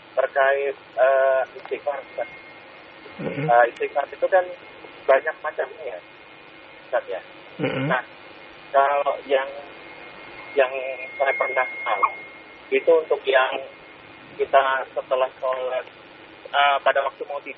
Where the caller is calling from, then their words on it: Jakarta, Indonesia; Ya, izin saya dari Jakarta.